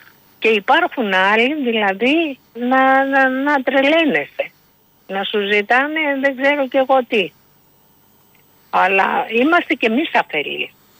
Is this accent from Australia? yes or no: no; Athens, Attica, Greece; now in Corfu, Greece; Εντάξει, και εγώ εκεί μην νομίζεις, μάλλον. Έχω μεγαλώσει στην Αθήνα.